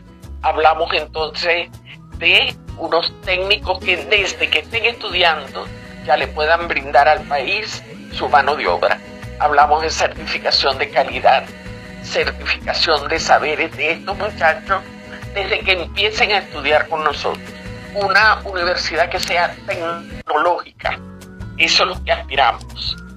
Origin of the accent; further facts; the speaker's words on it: Venezuela; nosotros como venezolanos